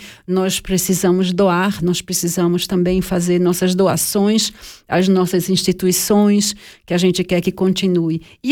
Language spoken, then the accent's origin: Portuguese; Recife, Pernambuco, Brazil; now in Germany; eu sou do Recife